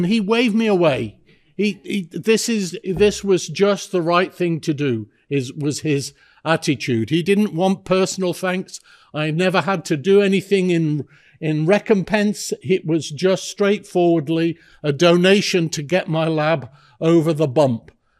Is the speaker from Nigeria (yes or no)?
no; England, United Kingdom; but as an Englishman, I certainly did not understand the US funding system.